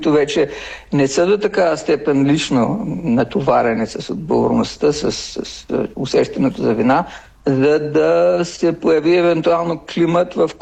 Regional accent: Bulgaria; защото съм от Източна България, където има много турци, а това беше забранено.

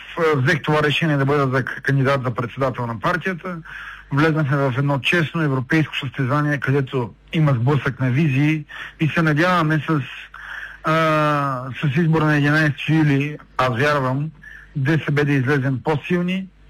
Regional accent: Plovdiv, Plovdiv Province, Bulgaria; аз съм повечето дни от седмицата съм в Пловдив, аз съм пловдивчанин и си обичам града

